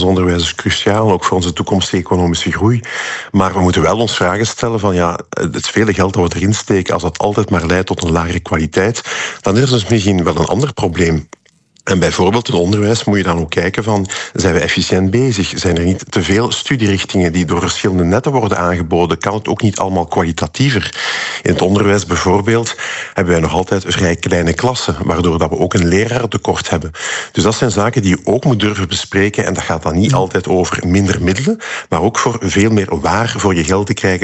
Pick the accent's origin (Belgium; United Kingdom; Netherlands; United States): Belgium